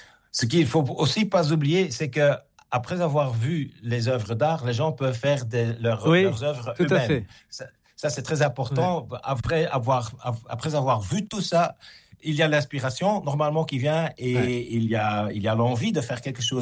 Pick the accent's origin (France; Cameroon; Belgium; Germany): Belgium; Je suis belge. Alors ici en Belgique, le surréalisme, c'est quelque chose qui est dans notre ADN.